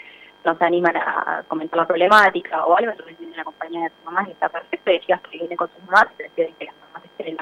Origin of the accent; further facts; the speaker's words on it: Coronel Pringles, Buenos Aires Province, Argentina; oportunidad de poder trabajar acá, que es el lugar donde yo nací, donde me crié.